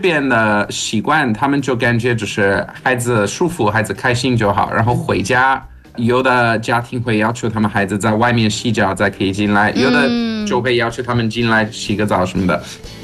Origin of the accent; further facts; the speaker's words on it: Johannesburg, Gauteng, South Africa; 我是在约翰内斯堡长大，然后我们一般就是在家里不穿鞋，或者如果我们在什么草地上面就不穿鞋。